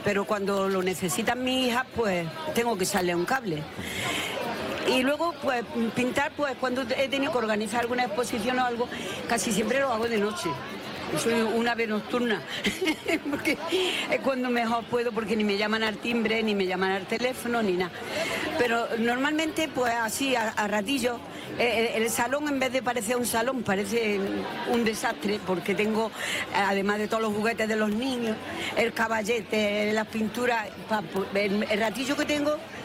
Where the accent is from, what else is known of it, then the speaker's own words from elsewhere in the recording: Órgiva, Andalusia, Spain; also born or lived in Germany; Mi tierra y la luz, que yo necesitaba la luz, que si no me iba a morir allí.